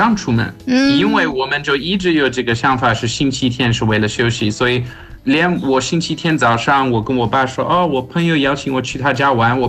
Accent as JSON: {"language": "Chinese", "country": "South Africa", "tie": "born or raised there", "moved": "yes", "lives_now": "Dubai, United Arab Emirates", "said": "我小时候在南非就是我可能一个人在花园里踢球，就是游泳什么的"}